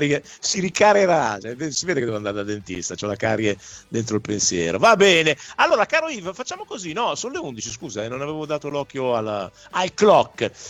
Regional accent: La Spezia, Liguria, Italy; Sì, sì, sono di La Spezia.

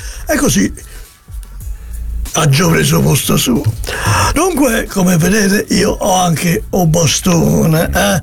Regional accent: Naples, Campania, Italy; Ma io sono napoletano, posso mica parlare a Fiorentina? Sono napoletano.

